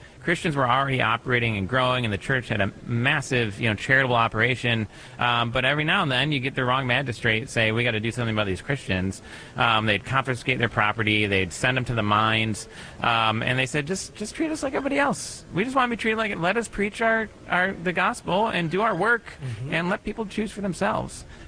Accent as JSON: {"language": "English", "country": "United States", "said": "one thing I've really love about being American"}